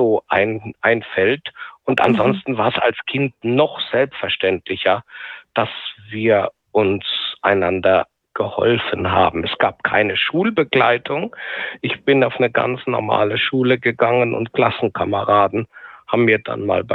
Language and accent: German; Rhineland-Palatinate, Germany; ich komme aus der Pfalz